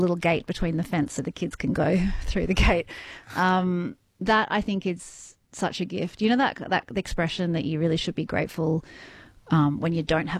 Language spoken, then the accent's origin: English; Sydney, New South Wales, Australia; now in Illawarra, Australia; I grew up in Balmain